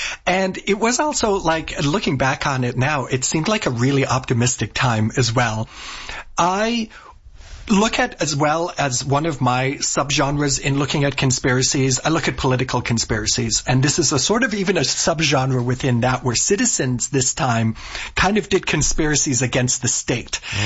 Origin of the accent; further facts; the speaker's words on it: Toronto, Ontario, Canada; moved away as an adult; also born or lived in Germany; now in Berlin, Germany; Germany and we immigrated to Canada, gosh, I don't even want to tell you, but it was in 1986, and then I grew up in Toronto for the next 15 years.